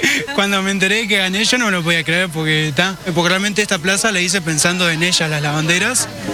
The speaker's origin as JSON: {"language": "Spanish", "region": "Florida", "country": "Uruguay", "said": "Yo soy de Florida, en realidad. De Ciudad de Florida."}